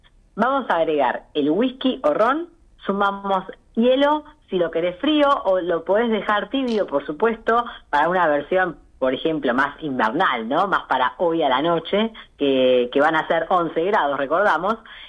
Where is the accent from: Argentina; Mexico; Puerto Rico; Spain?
Argentina; este trago incluye algo que nos representa como argentinos, que es el dulce de leche, por supuesto.